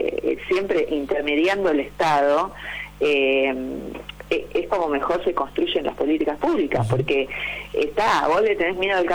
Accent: Buenos Aires, Argentina; porque tengo su problema, que amo Buenos Aires, soy porteña y estoy orgullosa de serlo

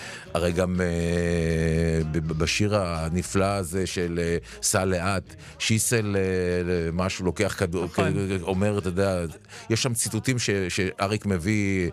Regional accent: Jerusalem, Jerusalem District, Israel; moved away; אני ירושלמי במקור

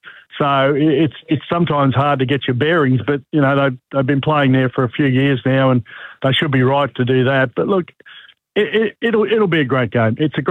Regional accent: Queensland, Australia; now in New South Wales, Australia; I'm a Queenslander living in New South Wales, so it's not easy be doing

